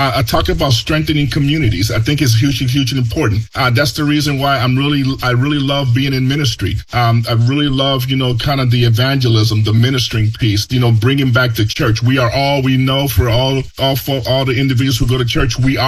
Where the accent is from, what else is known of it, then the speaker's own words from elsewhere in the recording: Chicago, Illinois, United States; English is a second language; because I grew up in the projects of Chicago, I got a chance to go to the University of Wi